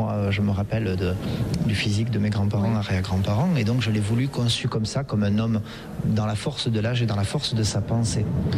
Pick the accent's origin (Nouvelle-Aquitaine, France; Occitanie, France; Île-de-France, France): Occitanie, France; Campan Valley; born there; moi je suis originaire de la vallée de Campan.